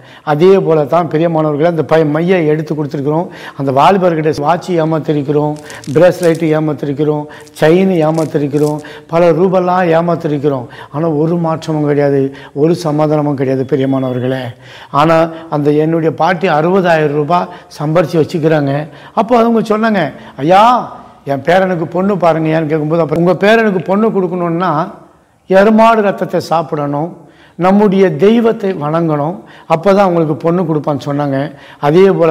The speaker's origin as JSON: {"language": "Tamil", "town": "Tiruvannamalai", "region": "Tamil Nadu", "country": "India", "tie": "born or raised there", "said": "என்னுடைய ஊர் சொந்த ஊர் திருவண்ணாமலை. திருவண்ணாமலை பட்டணத்தை தான் நான் வளர்ந்தேன், பிறந்தேன், அங்கே தான் இருந்தேன்."}